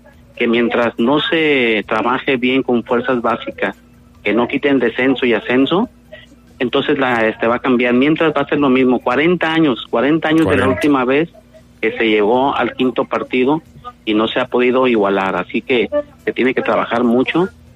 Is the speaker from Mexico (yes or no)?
yes; Mexico; como mexicano me siento orgulloso de lo que hizo la selección.